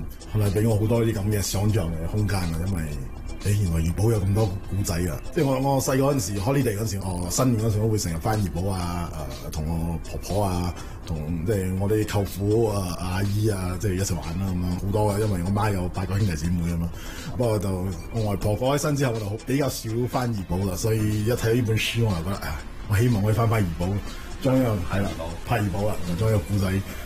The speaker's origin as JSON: {"language": "Cantonese", "country": "Malaysia", "also_born_or_lived": "Australia", "moved": "yes", "said": "我哋馬來西亞華人嘅咁嘅歷史"}